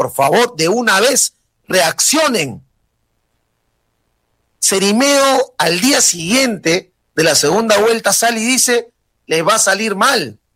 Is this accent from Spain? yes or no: no; Peru; nosotros que somos peruanos